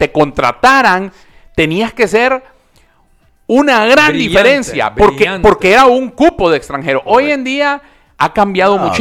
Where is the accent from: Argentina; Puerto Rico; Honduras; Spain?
Honduras